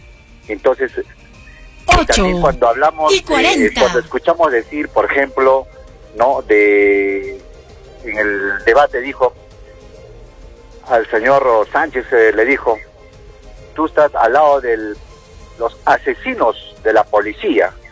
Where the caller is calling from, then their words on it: Peru; sí somos responsables como peruanos, desde que nacimos hasta cuando morimos.